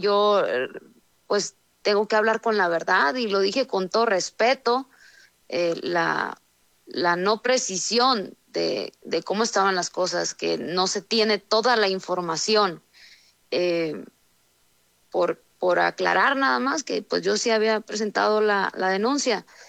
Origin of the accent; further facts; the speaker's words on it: Sinaloa, Mexico; a veces mi tono, a veces mi forma, pues soy norteña, soy sinaloense